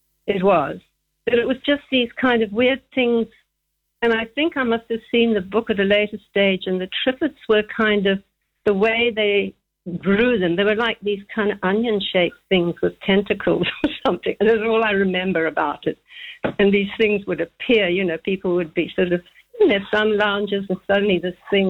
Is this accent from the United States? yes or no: no; Zambia; So I grew up in Zambia. I'm 75, so it was not Zambia then.